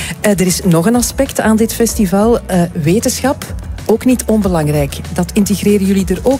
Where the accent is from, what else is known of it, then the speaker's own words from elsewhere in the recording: Antwerp, Flanders, Belgium; Ik kan bijvoorbeeld als Antwerpenaar de waterbus nemen.